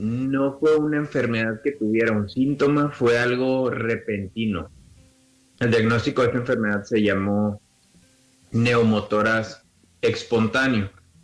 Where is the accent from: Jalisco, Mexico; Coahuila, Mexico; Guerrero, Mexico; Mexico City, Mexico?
Coahuila, Mexico; Nueva Rosita; Era un grupo de jóvenes cristianos de donde somos nosotros, de Nueva Rosita, Coahuila.